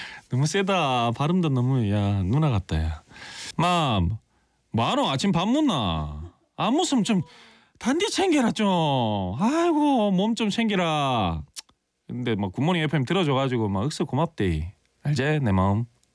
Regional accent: Ulsan, South Korea; accent: Gyeongsang dialect; now in Seoul, South Korea; 제가 울세이너이니까 울산 사나이도 빠질 수 없었잖아요. 그래서 사투리 좀 썼는데

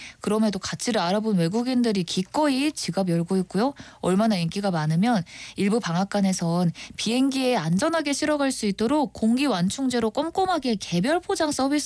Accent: South Korea; 제가 토종 한국인이라

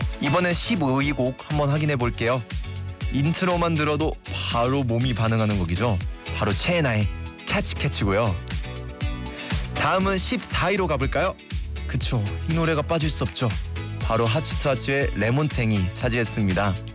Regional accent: South Korea; 제가 한국인이잖아요.

